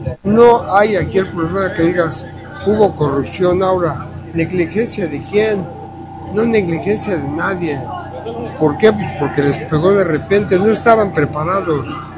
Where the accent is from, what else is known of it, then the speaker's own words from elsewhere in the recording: Mexico; born there; accent: Mexican; todos los que llegamos somos venezolanos nacidos en México. Nada más que hablemos como mexicanos, ¿por qué? Pues porque vivimos allá